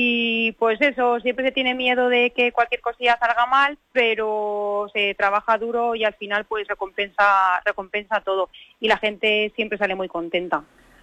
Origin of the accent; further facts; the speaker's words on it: Gabaldón, Castilla-La Mancha, Spain; de mi pueblo, Carolina? Gabaldón, somos todos en una, somos un pueblo muy unido